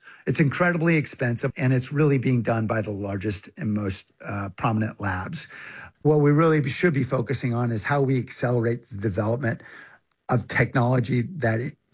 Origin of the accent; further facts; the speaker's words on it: California, United States; I'm from Silicon Valley. I support AI development.